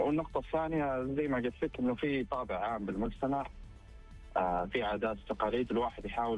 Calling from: Riyadh, Riyadh Province, Saudi Arabia; من الرياض.

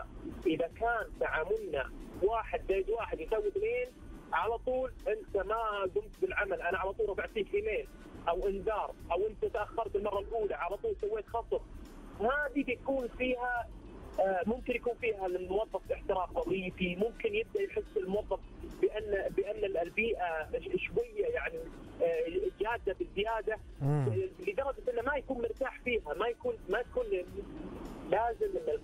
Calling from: Riyadh, Riyadh Province, Saudi Arabia; من الرياض.

